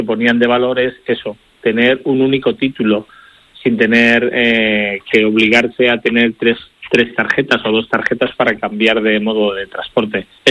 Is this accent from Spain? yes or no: yes; Arganda del Rey, Community of Madrid, Spain; Claro, yo soy del municipio de Madrid, de Arganda del Rey.